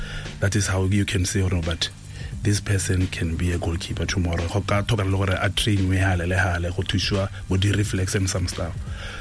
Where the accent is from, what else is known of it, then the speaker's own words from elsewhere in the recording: Kasane, Chobe District, Botswana; Go under 20 Botswana because I was competing with him. Ketswa Kasane. I was alone from Kasane.